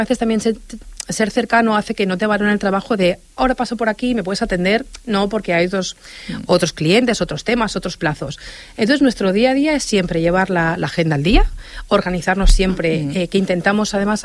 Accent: Sant Boi de Llobregat, Catalonia, Spain; Bueno, pues yo soy de Sant Boi de toda la vida.

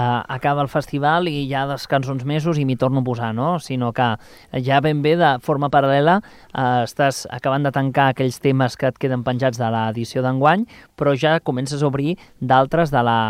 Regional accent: Sant Just Desvern, Catalonia, Spain; els que som de Sant Just

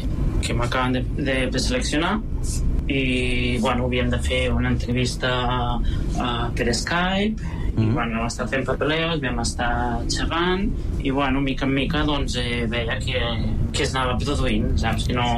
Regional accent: Igualada, Catalonia, Spain; moved away as an adult; now in China; Jo soc d'una ciutat petita de la Catalunya central, d'Igualada.

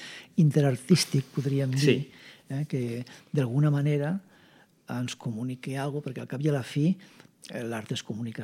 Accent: Lleida, Catalonia, Spain; i mira que sóc de Lleida, però no ho sabia

